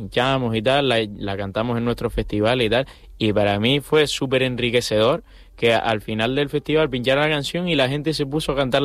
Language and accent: Spanish; La Orotava, Canary Islands, Spain; Yo soy de la parte alta de La Orotava, entre camino de Yasna y Benijo